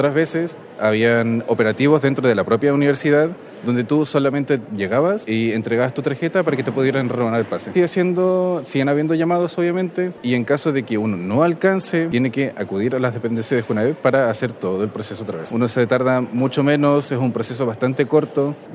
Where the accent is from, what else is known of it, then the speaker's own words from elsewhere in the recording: Osorno, Los Lagos, Chile; Sí, en mi caso, como yo soy de Osorno, estoy estudiando en Osorno